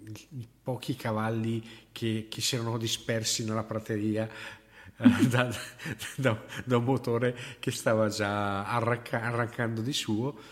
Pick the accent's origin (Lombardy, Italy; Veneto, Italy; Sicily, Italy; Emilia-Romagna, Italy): Lombardy, Italy; Bergamo; io sono di Bergamo